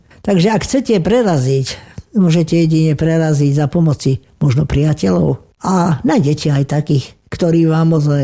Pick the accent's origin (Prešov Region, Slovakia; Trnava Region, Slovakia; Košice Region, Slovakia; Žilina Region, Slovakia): Prešov Region, Slovakia; Kežmarok; born or raised there